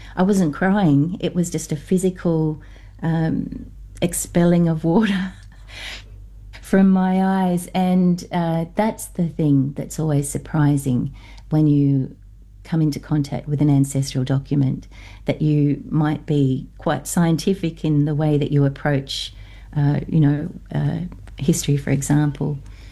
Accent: Norfolk Island; accent: Australian-influenced Norfolk Island; as you can hear from my accent, we are more influenced by Australia and that way of speaking. We have very old Tahitian words in our language

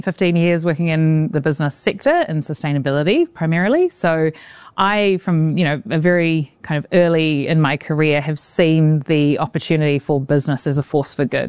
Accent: Auckland, New Zealand; moved away as an adult; also born or lived in London; I grew up in Auckland, spent 9 years in London, and now I want to make New Zealand as you know, as awesome as of a place it can be if I'm going to live here for the rest of my life

